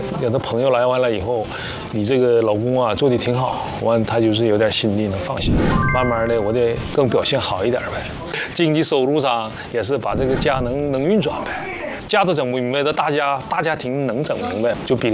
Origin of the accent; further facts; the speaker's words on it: China; born there; moved away as an adult; 就是我那也算是故居呗。嗯，咱们朝鲜人的故居。